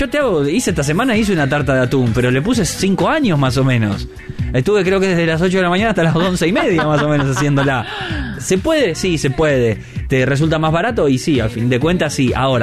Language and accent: Spanish; Argentina